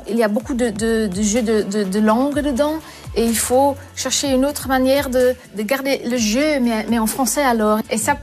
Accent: Flanders, Belgium; French is a second language; now in Brussels, Belgium; Oui, je viens de Campine. Peut-être on peut entendre ça encore dans mon dialecte. Mais maintenant, j'habite depuis Bruxelles. 20 ans à Bruxelles.

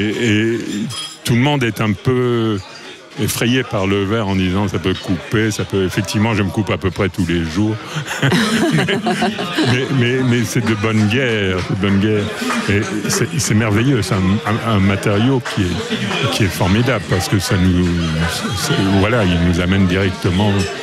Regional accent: Fleurus, Wallonia, Belgium; born there

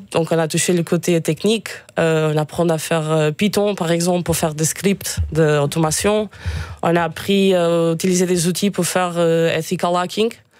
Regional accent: Portugal; French is a second language; moved away as an adult; Je suis portugaise, j'ai déménagé de Portugal ici en 2022.

